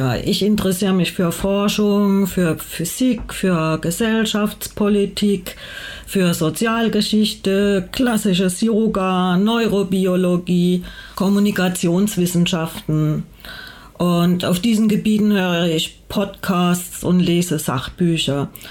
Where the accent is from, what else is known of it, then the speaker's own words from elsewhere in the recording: Mannheim, Baden-Württemberg, Germany; Ja gut, ich komme aus Mannheim.